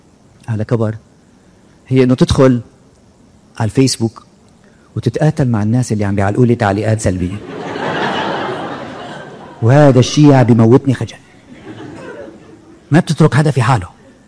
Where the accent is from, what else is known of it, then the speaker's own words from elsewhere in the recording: Syria; نحن شعب سوري واحد